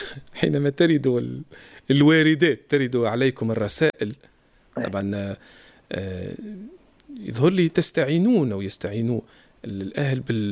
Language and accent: Arabic; Tunisia; تكلمنا باللهجة التونسية